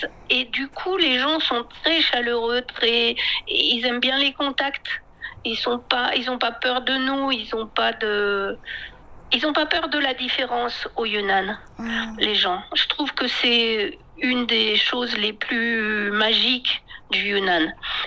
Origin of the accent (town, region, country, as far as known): France